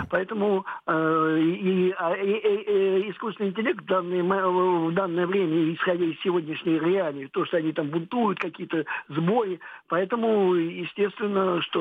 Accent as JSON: {"language": "Russian", "region": "Moscow", "country": "Russia", "said": "Добрый вечер … я из Москвы."}